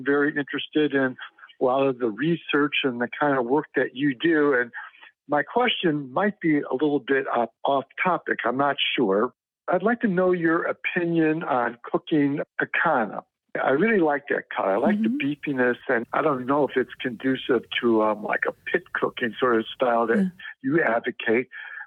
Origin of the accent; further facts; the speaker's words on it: Scottsdale, Arizona, United States; Hi, Genevieve. … I'm from Scottsdale, Arizona.